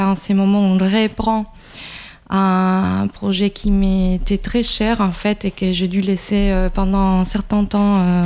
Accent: Trujillo, La Libertad, Peru; Oui, je suis péruvienne en fait, d'origine. Je suis née au Pérou.

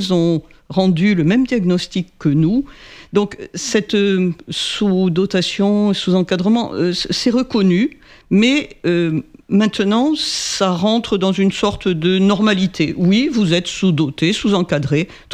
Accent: Montpellier, Occitanie, France; je suis natif de Montpellier et j'ai vécu toute mon enfance et mon adolescence au pied de Sainte-Anne, rue Terral, entre l'église Sainte-Anne et le boulevard du Jeu de Paume.

